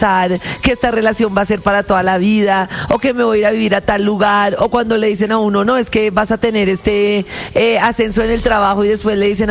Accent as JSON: {"language": "Spanish", "country": "Colombia"}